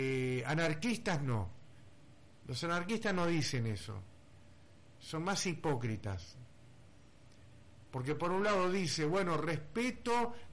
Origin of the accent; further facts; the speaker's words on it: Puerto Iguazú, Misiones, Argentina; no somos tontos los argentinos. Los iguazuenses ya no somos tontos.